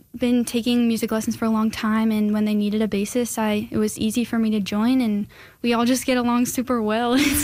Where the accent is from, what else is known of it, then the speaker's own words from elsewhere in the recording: London, United Kingdom; And obviously growing up in London, the music community is so close and just a really great community.